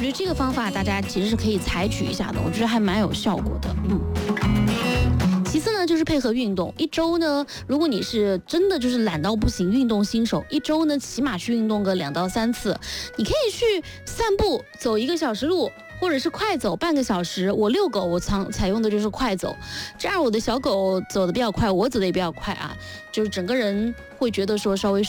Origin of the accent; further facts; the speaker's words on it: Sichuan, China; 我四川人嘛，爱吃辣椒